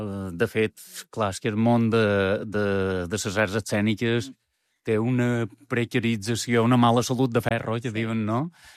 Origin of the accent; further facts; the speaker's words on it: Manacor, Balearic Islands, Spain; jo som de Manacor